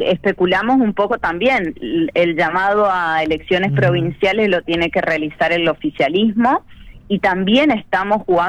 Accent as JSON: {"language": "Spanish", "region": "Corrientes", "country": "Argentina", "said": "lo que nos está pasando hoy como correntinos, como argentinos, ¿no?"}